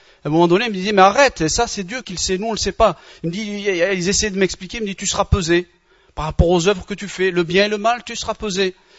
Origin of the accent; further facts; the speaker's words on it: Batna Province, Algeria; Je suis algérien, de mère algérienne et de père algérien, des Aurès, pour ceux qui connaissent, ceux qui sont des... Je suis un berbère, un chaoui, des Aurès là-bas du côté de Betna et tout ça là-bas.